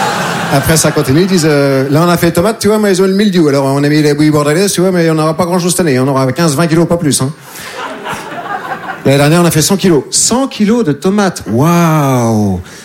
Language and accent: French; Nouvelle-Aquitaine, France